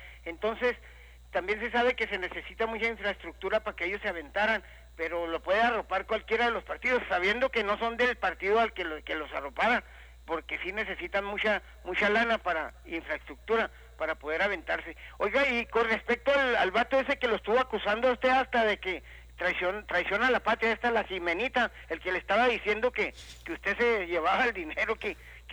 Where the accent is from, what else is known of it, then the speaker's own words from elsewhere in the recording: Mexico; now in United States; Que no podemos, porque estamos en Estados Unidos, al final de México. Somos mexicanos, ciudadanos mexicanos, y en cualquier parte del mundo podemos opinar de nuestro país.